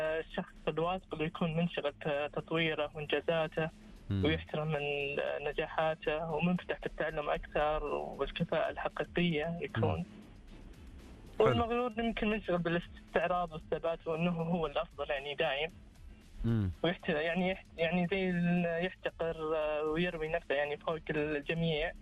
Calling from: Riyadh, Riyadh Province, Saudi Arabia

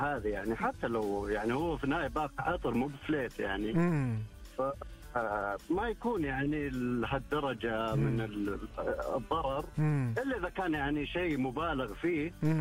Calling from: Riyadh, Riyadh Province, Saudi Arabia; من الرياض.

